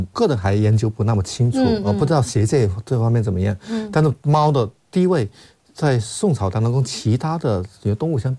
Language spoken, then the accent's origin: Chinese; Chaoshan, Guangdong, China; 我小的时候在我们广东的潮汕那边，粤东潮汕那边